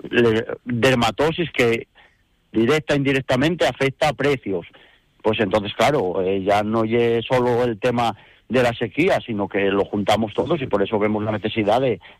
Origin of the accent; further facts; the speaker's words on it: Asturias, Spain; yo creo que como asturianos